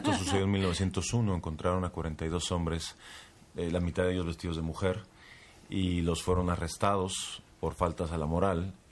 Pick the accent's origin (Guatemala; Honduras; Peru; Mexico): Mexico; Tijuana, Baja California; Yo soy de Tijuana.